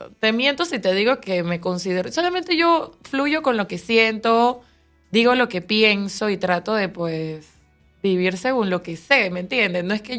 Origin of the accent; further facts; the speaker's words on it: Panama; born there; Yo nací aquí en Panamá.